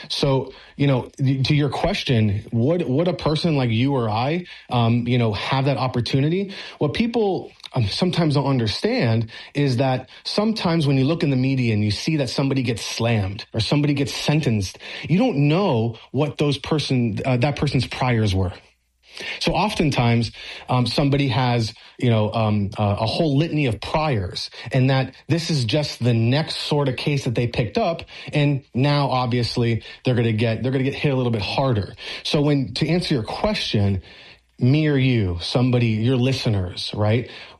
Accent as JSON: {"language": "English", "town": "Miami", "region": "Florida", "country": "United States", "tie": "born or raised there", "said": "So I'm born and raised in Miami. I'm a Dolphins fan."}